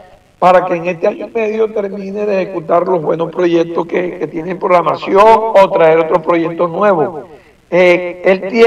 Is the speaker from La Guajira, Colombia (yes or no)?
yes; San Juan del Cesar, La Guajira, Colombia; born there; mi pueblo sanjuanero